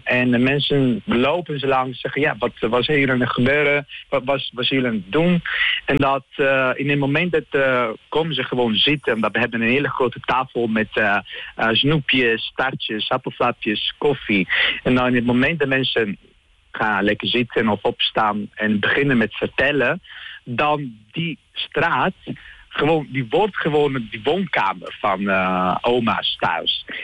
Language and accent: Dutch; Italy; Dutch is a second language; now in Netherlands; Voor mij, ik kom zelf uit Italië. Ik ben niet Nederlands, ik ben Italiaans zelf.